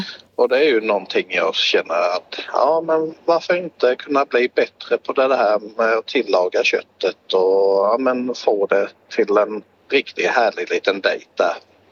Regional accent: Växjö, Kronoberg County, Sweden; Nej, jag är smålänning. Växjöbo, vet du.

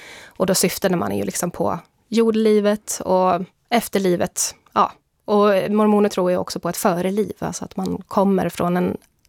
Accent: Sweden; jag var mormon före jag var svensk

